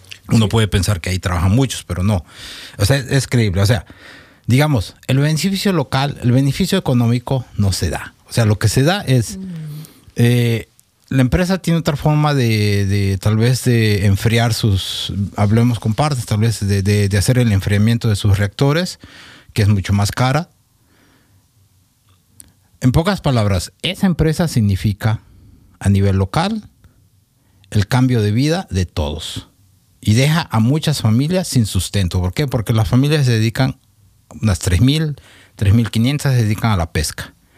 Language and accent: Spanish; Mexico; yo soy mexicano